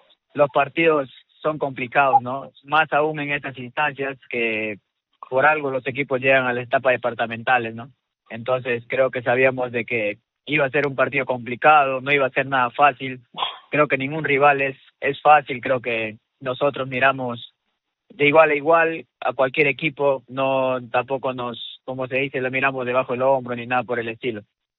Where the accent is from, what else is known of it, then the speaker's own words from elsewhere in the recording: Pucallpa, Ucayali, Peru; en Pucallpa pues estuve con el Sport Loreto de mi tierra